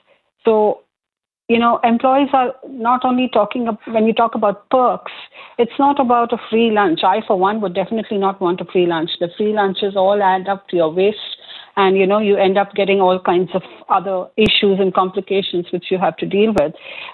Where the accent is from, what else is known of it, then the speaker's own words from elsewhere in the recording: India; So, Mildred, going back to the days, I come from India, and one of the things that whenever I was employed, we had a medical health checkup